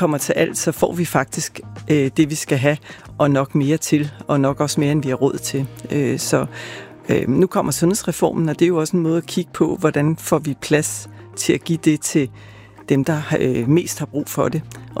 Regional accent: Bornholm, Capital Region of Denmark, Denmark; Og så er vi som Bornholmer virkelig, virkelig taknemmelige.

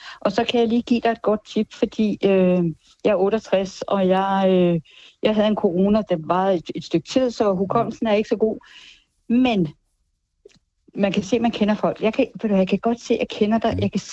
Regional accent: Hundested, Capital Region of Denmark, Denmark; moved away as an adult; now in Hillerød, Denmark; Jamen, jeg er født og opvokset i Hundested og Lynæs.

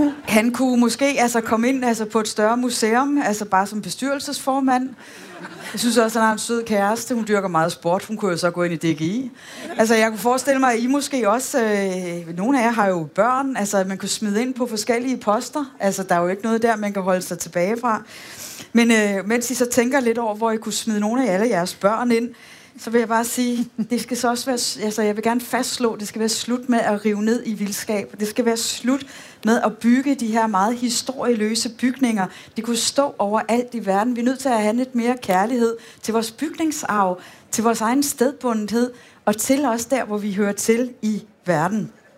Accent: Risskov, Central Denmark Region, Denmark; jeg er vokset op i Rigskov, lidt uden for Aarhus, Og for nylig så savnede jeg min hjemstavn

